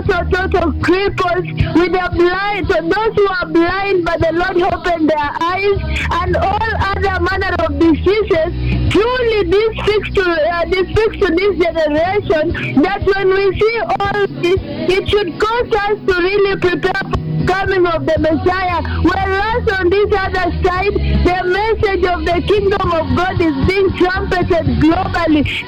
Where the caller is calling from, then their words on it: Eldoret, Uasin Gishu County, Kenya; I'm calling from Township Main Altar, Mwanzo Eldoret here in Uasin Gishu.